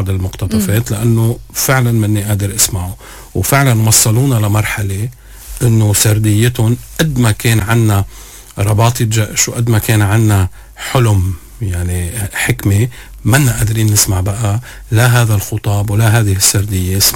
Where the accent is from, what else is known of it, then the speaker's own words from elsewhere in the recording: Lebanon; أنا لبناني